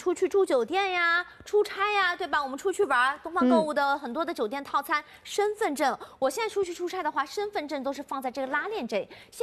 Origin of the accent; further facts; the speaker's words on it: Shanghai, China; 我们上海人通常说的鸡笔